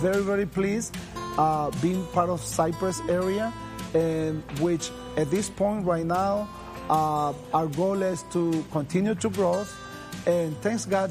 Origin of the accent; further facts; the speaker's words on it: El Salvador; English is a second language; moved away as an adult; now in Houston, United States; I'm originally from El Salvador. I came to Houston on 1979, 18 years old, by myself, with no friends, no relatives, no money, I didn't speak English at all.